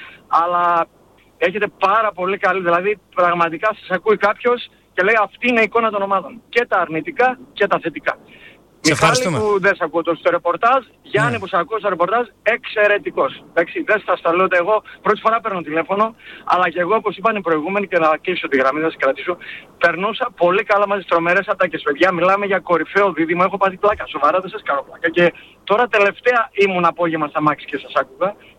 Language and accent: Greek; Central Greece, Greece; Εγώ είμαι από την Εύβοια, καταγωγή.